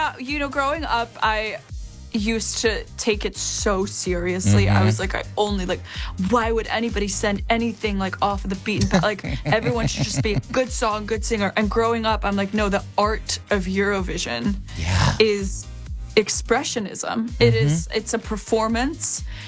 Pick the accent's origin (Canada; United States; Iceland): Iceland; Well, I'm from Iceland, and every artist that ever came to Iceland, I always got so excited because nobody goes to Iceland.